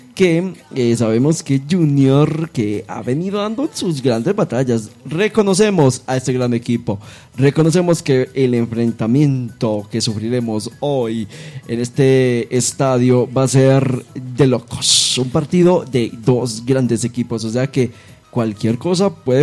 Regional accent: Antioquia, Colombia; Somos antioqueños

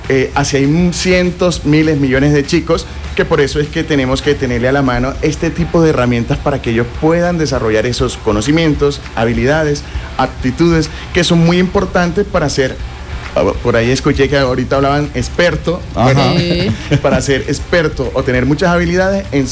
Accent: Valledupar, Cesar, Colombia; now in Medellín, Colombia; yo no soy de acá de Medellín, yo soy de la capital mundial del vallenato

